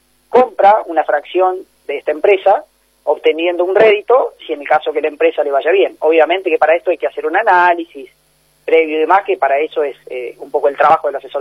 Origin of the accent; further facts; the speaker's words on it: Melo, Córdoba, Argentina; Yo soy oriundo de Melo, tengo 47 años. Me desempeño como productor agropecuario hace más de 20 años en la zona